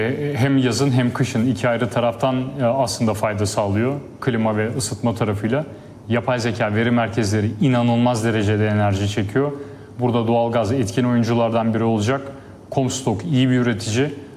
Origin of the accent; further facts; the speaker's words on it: Aegean / Mediterranean, Turkey; Ben Ege Akdeniz insanıyım.